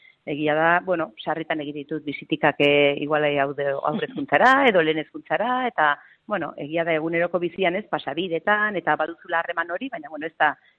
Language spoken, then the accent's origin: Basque; Bergara, Basque Country, Spain; born there; also born or lived in Sakana; now in Lakuntza, Spain; Ni berez jaiotzez bergararen naiz, baina Malixarrengokoa, eta, bueno, pues, denbora asko eta asko pasatugu sakanan, eta hori, orain lakuntzan